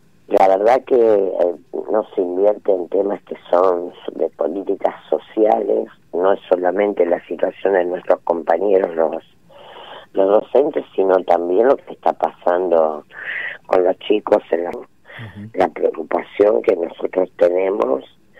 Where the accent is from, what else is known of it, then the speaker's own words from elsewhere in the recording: Santa Fe, Argentina; yo soy santafesina